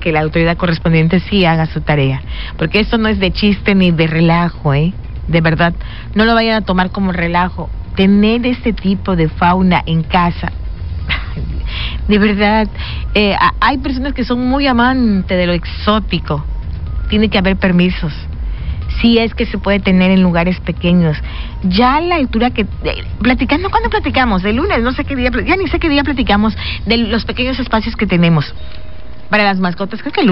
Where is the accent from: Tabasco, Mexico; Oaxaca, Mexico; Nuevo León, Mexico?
Oaxaca, Mexico; now in Quintana Roo, Mexico; soy de Oaxaca